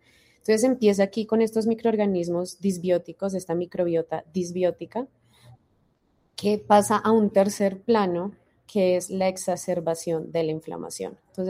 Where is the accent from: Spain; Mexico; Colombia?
Colombia; Creo que sería importante como investigadora colombiana empezar a estudiar pues nuestra flora